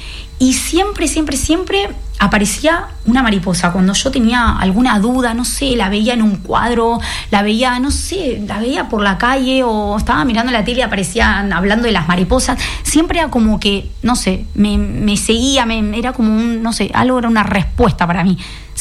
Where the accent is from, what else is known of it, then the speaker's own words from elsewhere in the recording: Junín, Buenos Aires Province, Argentina; Desde muy, muy pequeñita, siempre, en mi ciudad, yo soy de Junín, provincia de Buenos Aires, estaba siempre lleno mi ciudad de mariposas.